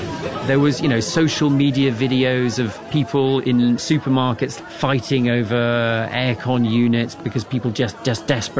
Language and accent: English; United States; But the difference between my wife and I comes from the fact that I grew up in the United States.